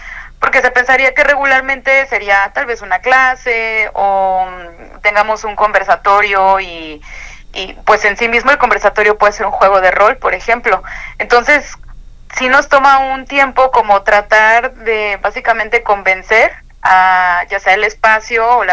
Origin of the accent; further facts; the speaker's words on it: Tuxpan, Mexico; en Tuxpan, que es de donde soy originaria